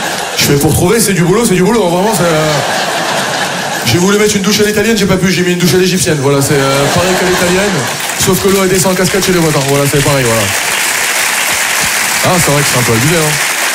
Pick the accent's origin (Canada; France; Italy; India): France; Non, je suis fier de mes origines et je suis fier d'être français, moi aussi. Je suis un bon français, je suis fier d'être français sur ça.